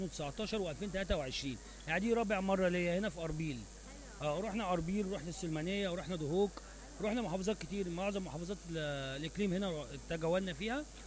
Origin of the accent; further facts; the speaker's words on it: Egypt; احنا بنبيع منتجات مصرية، منتجات اسمها منتجات خان الخليلي. ده سوق قديم عندنا في مصر وبيعمل حرف يدوية من زمان.